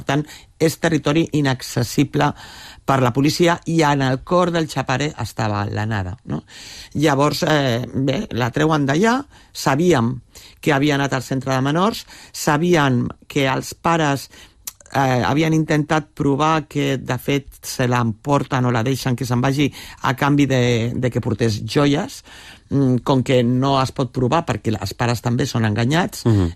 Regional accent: L'Hospitalet de Llobregat, Catalonia, Spain; jo també sóc d'Hospitalet, també del barri de Can Vidalet, vull dir, m'he criat amb... Diguéssim que la meva família també és humil

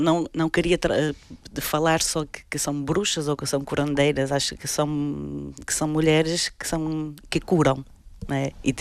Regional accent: Vila Nova de Famalicão, Braga, Portugal; now in Porto, Portugal; Não, sou de Famalicão, Braga. Vivo em Porto, mas sou do Minho.

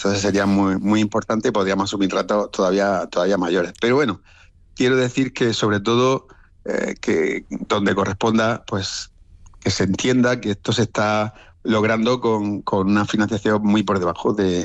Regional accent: Spain

